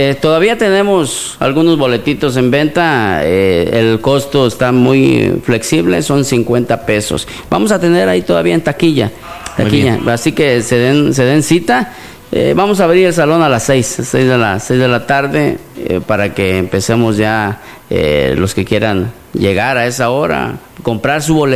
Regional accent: Comitán, Chiapas, Mexico; somos de aquí de Comitán.

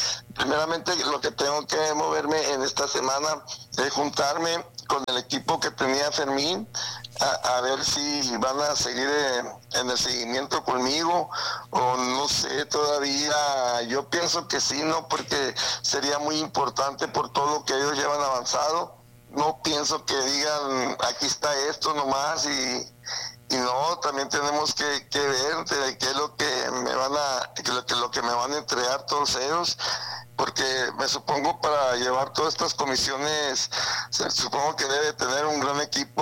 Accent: Sonora, Mexico; mi pueblo, pues que aquí están mis raíces

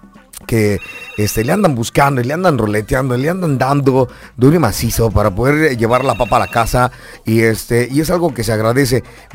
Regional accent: Mexico

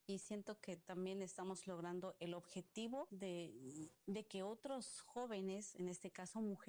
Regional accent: Chamula, Chiapas, Mexico; Pues la verdad es que me siento muy orgullosa de formar parte de este grupo, de ser originaria de Chamula, de portar mi traje y de hablar mi lengua.

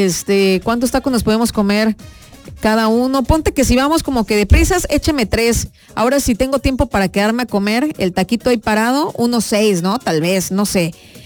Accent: Mexico

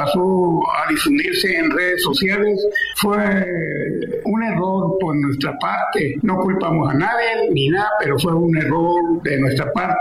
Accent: Mexico

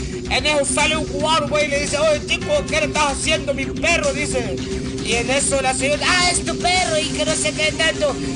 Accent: Mexico; Ya ve usted cómo somos los mexicanos, pues.

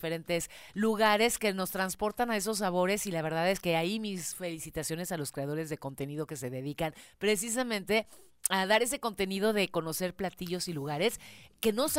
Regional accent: Mexico

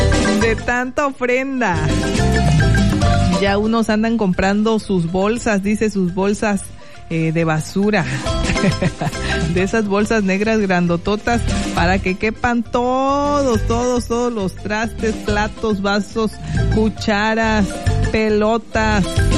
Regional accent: Chiapas, Mexico; moved away; en mi pueblo, allá por mi rumbo, Tuxtla Chico, Cacahuatán, Mazatán, Tapachula.

